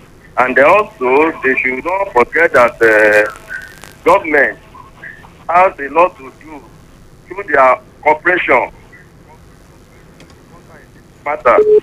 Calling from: Akure, Ondo, Nigeria; Mr. Kende on the line from Makure.

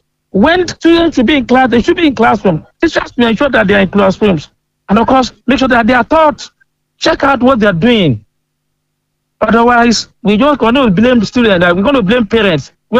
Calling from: Akure, Ondo, Nigeria; I'm calling from Akure.

